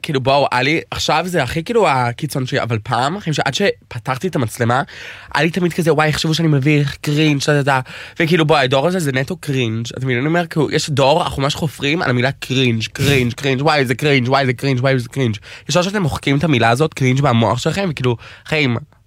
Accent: Australia; Hebrew is a second language; now in Israel; הגעתי ללוד שם, הכרתי את התרבות, וישר תחשבו, מישהו מאוסטרליה, כולי פמפרד, כולי כזה, פתאום הגיע ללוד, רמלה

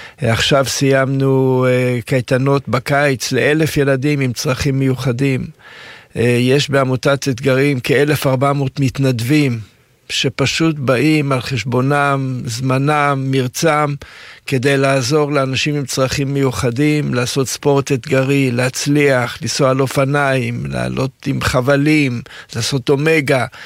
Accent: Jerusalem, Jerusalem District, Israel; אני נולדתי בירושלים

